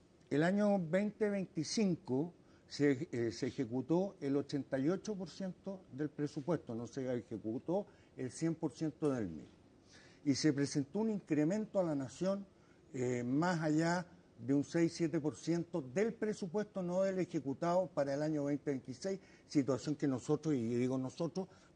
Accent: Basque Country, Spain

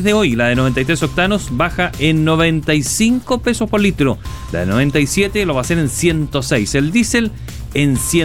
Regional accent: Curicó, Maule, Chile; now in Santiago, Chile; A mi tierra natal.

